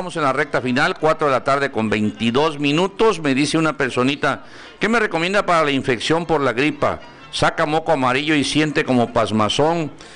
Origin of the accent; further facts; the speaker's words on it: Jiquipilas, Chiapas, Mexico; Siempre lo escucho en la radio, soy de Jiquipilas, felicidades, saludos a todos mis amigos jiquipiltecos que tengo allá